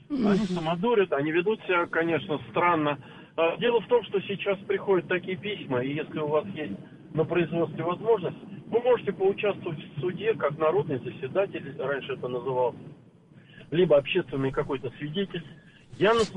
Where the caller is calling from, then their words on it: Moscow, Russia; Добрый день, меня зовут … я из Москвы.